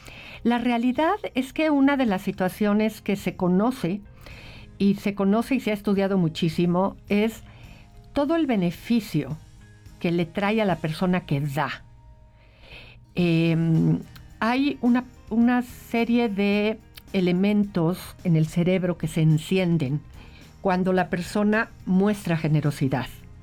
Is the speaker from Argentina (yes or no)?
no; Mexico; nos tenemos que felicitar como mexicanos